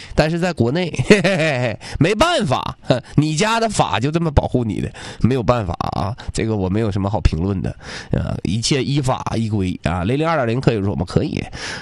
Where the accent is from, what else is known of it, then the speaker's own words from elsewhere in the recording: Northeast China, China; 如果您是我们东北的，东北冬天特别冷